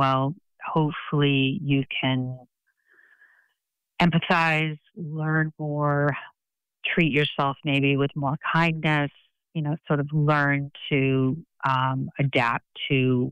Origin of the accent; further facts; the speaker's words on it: Boston, Massachusetts, United States; born or raised there; also born or lived in Andover, Massachusetts / Brookline, Massachusetts